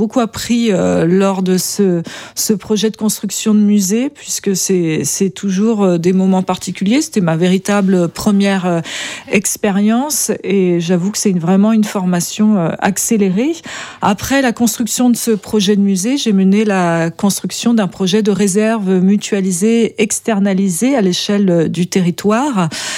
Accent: Douarnenez, Brittany, France; born there; Je suis avant tout une Finistérienne, puisque je suis née à Douarnenez, rue Montauciel, ça ne s'invente pas, ça ne s'invente pas, dans une clinique qui aujourd'hui a disparu.

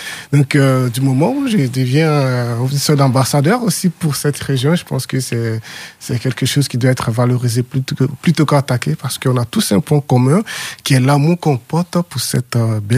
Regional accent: Brest, Brittany, France; Moi, je suis à Brest.

